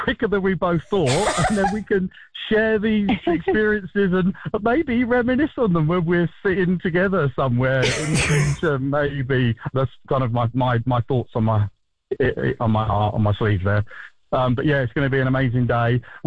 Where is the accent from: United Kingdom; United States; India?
United Kingdom; England; I am weird and awkward. I'm a Brit. That's what we are.